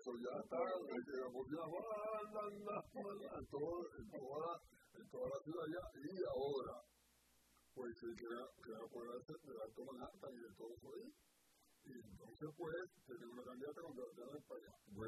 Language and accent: Spanish; Puerto Rico; moved away; Los puertorriqueños vienen de Puerto Rico, los puertorriqueños, yo soy puertorriqueño.